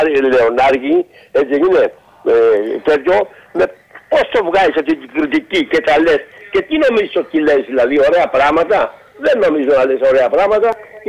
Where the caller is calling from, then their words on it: Piraeus, Attica, Greece; εγώ είμαι από τον Πειραιά.